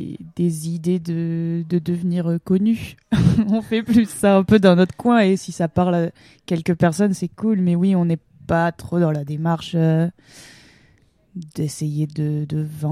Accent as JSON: {"language": "French", "region": "Occitanie", "country": "France", "tie": "born or raised there", "lives_now": "Paris, France", "said": "Alors, l'origine. Moi, j'ai grandi en Loser."}